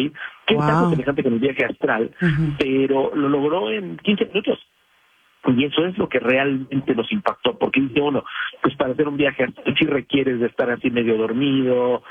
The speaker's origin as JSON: {"language": "Spanish", "country": "Mexico"}